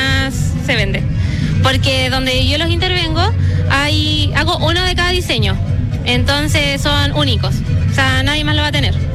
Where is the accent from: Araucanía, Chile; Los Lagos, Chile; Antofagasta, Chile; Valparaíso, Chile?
Valparaíso, Chile; Los Andes; also born or lived in La Ligua; Sí, soy de acá, de Los Andes. O sea, nací en La Ligua, pero he vivido toda mi vida aquí.